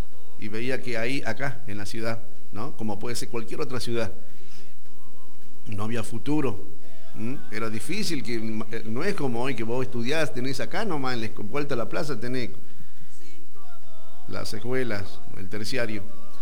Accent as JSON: {"language": "Spanish", "country": "Argentina", "said": "a nosotros los argentinos"}